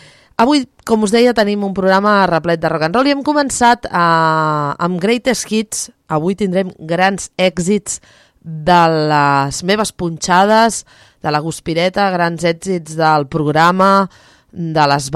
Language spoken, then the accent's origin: Catalan; Cubelles, Catalonia, Spain; aquí als estudis de Ràdio Cubelles del meu poble